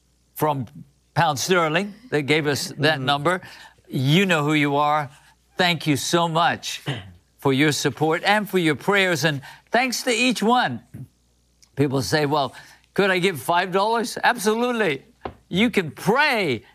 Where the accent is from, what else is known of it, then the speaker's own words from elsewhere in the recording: United Kingdom; Here is a note also from Europe from a donor in the United Kingdom. That's my home country, right?